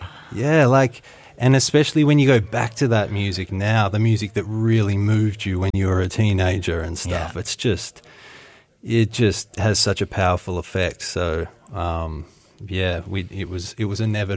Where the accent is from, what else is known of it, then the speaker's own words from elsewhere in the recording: Australia; now in Berlin, Germany; I actually had the pleasure of meeting here in Berlin, even though we're both from Australia.